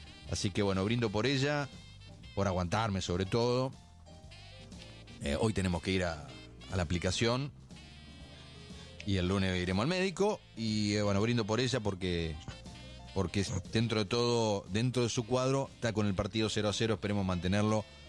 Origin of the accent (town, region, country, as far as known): Argentina